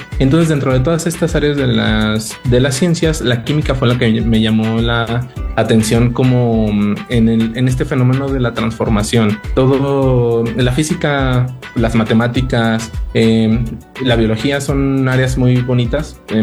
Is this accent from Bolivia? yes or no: no; Pachuca, Hidalgo, Mexico; Yo soy originario de aquí de Pachuca de Soto, nacido, criado, ya 30 años por acá, aunque pues ya con esta experiencia de la vida, pues ya me ha tocado vivir en varias partes del país, pero pues nada como los fríos de por acá.